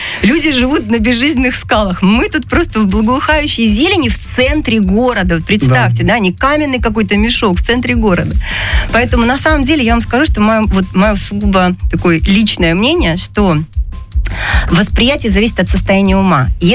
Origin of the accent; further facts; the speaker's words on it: Saint Petersburg, Russia; now in Krasnodar, Russia; Это моя вторая родина, потому что я ленинградка и обожаю Кубань, люблю ее всей душой.